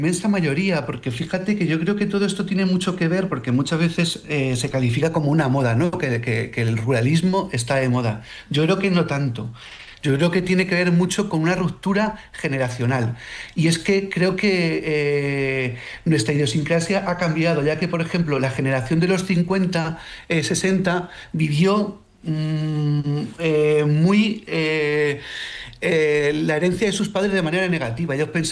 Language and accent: Spanish; Alcázar de San Juan, Castilla-La Mancha, Spain